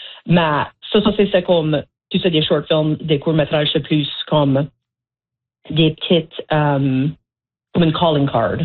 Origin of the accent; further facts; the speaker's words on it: Petit-Ruisseau, Nova Scotia, Canada; moved away as an adult; now in Toronto, Canada; Oui, so moi j'ai grandi à la Baie-Sainte-Marie. J'ai grandi au Petit-Ruisseau, qui est dans la région Clare. C'est la région acadienne au sud-ouest de la Nouvelle-Écosse.